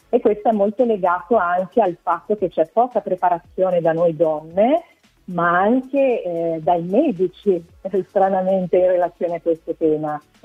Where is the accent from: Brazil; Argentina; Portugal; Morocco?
Brazil; now in Italy; Anche da brasiliana, come imprenditrice in Italia